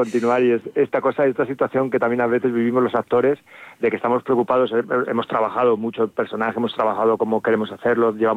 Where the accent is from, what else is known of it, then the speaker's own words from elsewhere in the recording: Salamanca, Castile and León, Spain; also born or lived in Valencia; nací en Valencia, pero vamos, me he criado en Salamanca desde pequeño, ¿sabes? Desde el año 1, ¿sabes? Desde el año 2 que tenía mejor, cuando llegué a Salamanca. O sea, que vamos, que soy charro también. Digo también porque, bueno, tengo mi familia valenciana